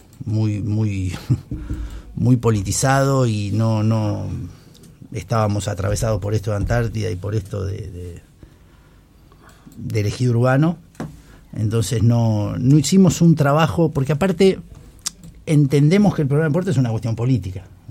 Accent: Tierra del Fuego, Argentina; cómo somos como fueguinos.

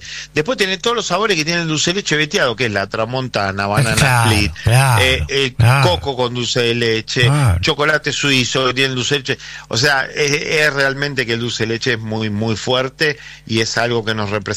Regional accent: Buenos Aires, Argentina; De Villaluro y Liniers.

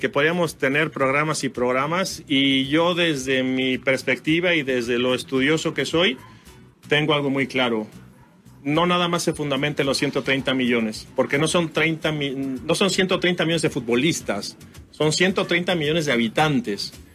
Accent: Mexico; Como mexicano y como gente de fútbol, me queda la sensación de que se le pudo haber ganado a Inglaterra

